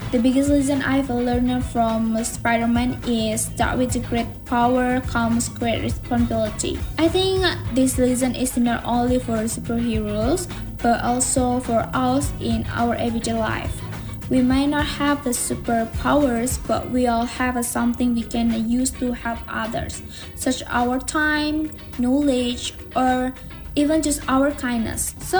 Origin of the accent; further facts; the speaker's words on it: Bogor, West Java, Indonesia; I'm from Bogor.